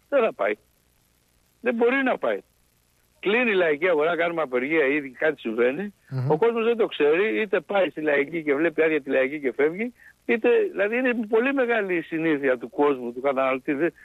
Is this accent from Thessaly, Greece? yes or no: yes; Thessaly, Greece; Εγώ είμαι από το Πήλιο, ας πούμε, και έρχομαι στην Αθήνα.